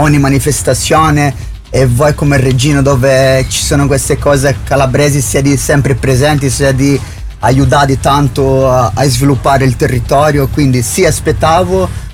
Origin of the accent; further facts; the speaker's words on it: South Region, Brazil; Italian is a second language; Io sono al sud, esatto, loro sono Amazonia, io sono al sud, la terra della carne, il churrasco.